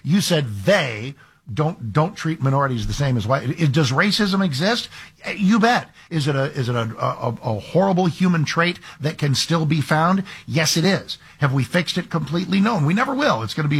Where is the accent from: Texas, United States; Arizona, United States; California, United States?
Texas, United States; born there; I'm 68. And when I was born in Texas in November 1957